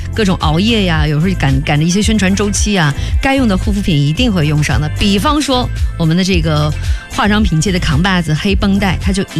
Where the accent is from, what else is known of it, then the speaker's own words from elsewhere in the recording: China; 按照我们中国人说的怎么说法来的，就是年轻的时候可能会特别漂亮